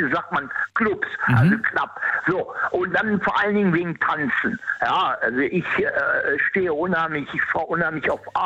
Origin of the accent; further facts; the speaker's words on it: Rhineland, Germany; Also da wäre ich ramdösig, wie man hier bei uns im Rheinland sagt.